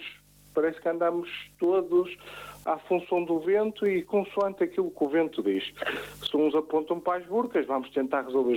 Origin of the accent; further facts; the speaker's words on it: Portugal; Isso, como português, assusta-me e diz muito do estado da nação.